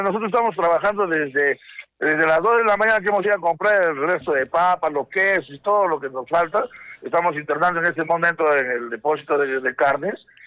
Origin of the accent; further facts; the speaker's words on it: Arequipa, Peru; Sí, de todas maneras, como buen arequipeño, hay que darle bien, para poder trabajar de fuerza.